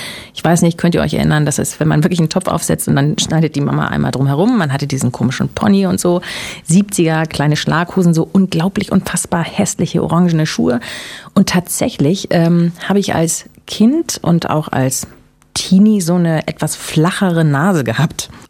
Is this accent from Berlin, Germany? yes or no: yes; Berlin, Germany; Ja, ich bin ja Berliner.